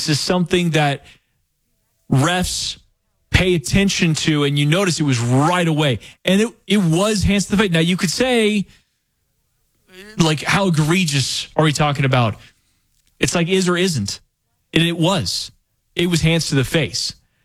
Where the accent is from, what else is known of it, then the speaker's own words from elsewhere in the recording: Denver, Colorado, United States; Like, I like my hometown play-by voices pulling for the team. I love that. Whether it's the Nuggets, the Avs, the Broncos, or the Rockies.